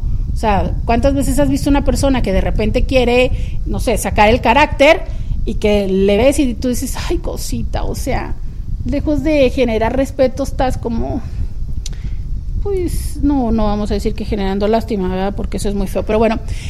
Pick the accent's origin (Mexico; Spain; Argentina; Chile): Mexico; Y ya sabes cómo somos los mexicanos, que somos bien, bien fans.